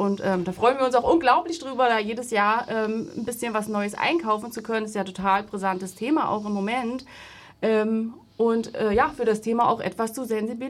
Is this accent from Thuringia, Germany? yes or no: yes; Gerstungen, Thuringia, Germany; born there; Ich komme aus Gerstung